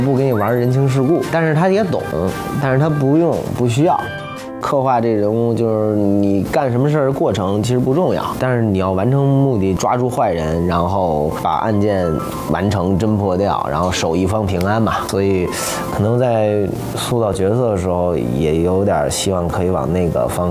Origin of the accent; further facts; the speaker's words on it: Beijing, China; 因为我是北京人